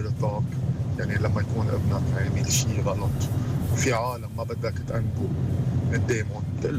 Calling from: Lebanon

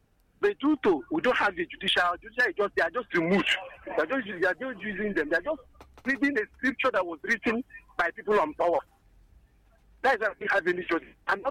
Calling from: Enugu, Enugu State, Nigeria; I'm from Enugu.

